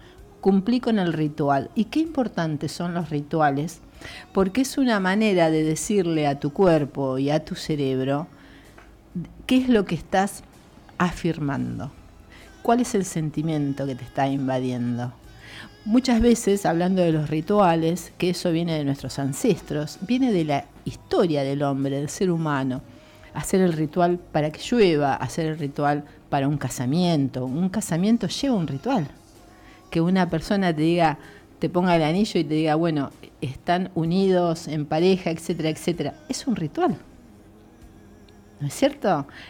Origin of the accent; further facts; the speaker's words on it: Argentina; Me siento más argentina que nunca.